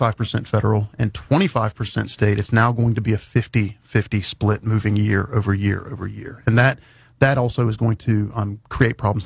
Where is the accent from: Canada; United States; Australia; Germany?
United States; West Virginia; You know, I'm originally from Randolph County. I think we have one, department, brick and mortar in Elkins.